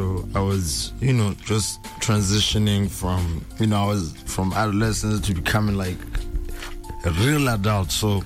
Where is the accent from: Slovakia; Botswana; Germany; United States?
Botswana; I'm from Tamaga.